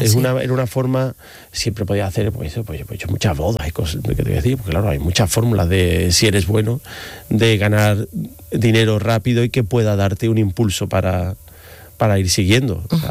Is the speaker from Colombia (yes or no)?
no; Seville, Andalusia, Spain; also born or lived in Madrid; Pero el acento me delata, en fin, donde vivo, no, soy sevillano.